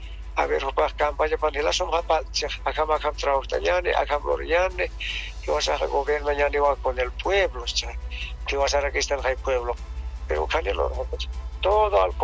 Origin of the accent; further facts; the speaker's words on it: Bolivia; nosotros también somos bolivianos